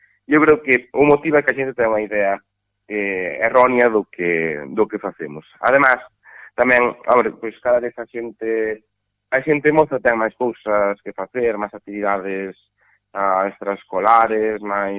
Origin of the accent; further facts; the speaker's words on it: Carballo, Galicia, Spain; eu son daqui, son de Carballo, e por iso además tamén fai moitísima ilusión dirixir … aquí en Carballo temos unha tradición moi grande de música tradicional galega